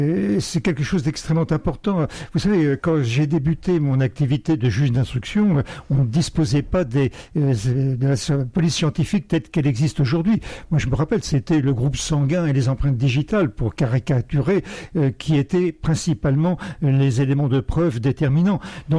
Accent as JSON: {"language": "French", "town": "Paris", "region": "Île-de-France", "country": "France", "tie": "born or raised there", "said": "Oui, moi je suis parisien de naissance, je suis donc très, très ancré dans ce quartier de l'île de la Cité puisque je suis né à proximité chez mes parents et j'ai toujours vécu dans ce secteur."}